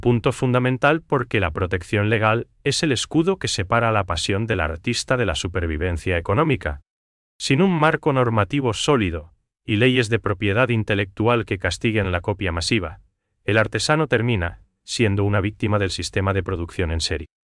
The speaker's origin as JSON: {"language": "Spanish", "country": "Paraguay"}